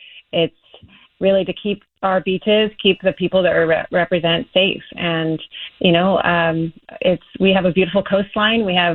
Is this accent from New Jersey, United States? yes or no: no; Santa Barbara, California, United States; I was born and raised in Santa Barbara and was here in 2015 when that pipeline burst.